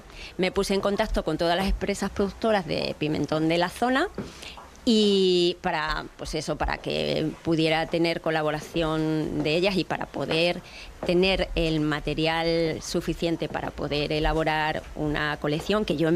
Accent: Jaraíz de la Vera, Extremadura, Spain; moved away as an adult; now in Mérida, Spain; Yo soy de Jaraí, pero vivo ya aquí en Mérida ya como 15 años así.

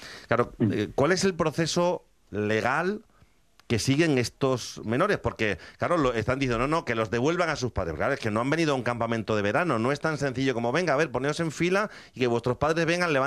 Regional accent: Extremadura, Spain; Además, Samuel, si eres andaluz y nosotros que somos extremeños, nosotros tenemos varias tesis hechas sobre lo que es salir de tu tierra

